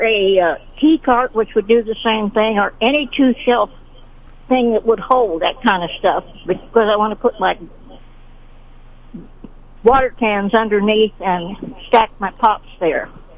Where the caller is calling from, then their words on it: Sedalia, Missouri, United States; I'm calling from Sedalia.